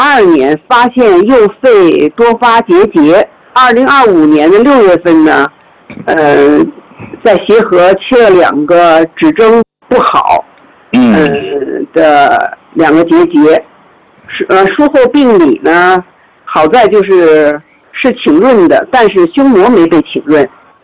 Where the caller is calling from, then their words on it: Beijing, China; 你好，我来自北京朝阳区，